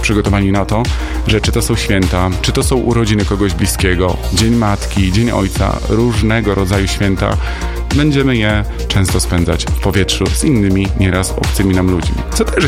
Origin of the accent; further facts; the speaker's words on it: Nowy Sącz, Lesser Poland, Poland; Ja powiedziałem, że faktycznie urodziłem się w Nowym Sączu i to moje rodzinne miasto, do którego zawsze z sentymentem wracam.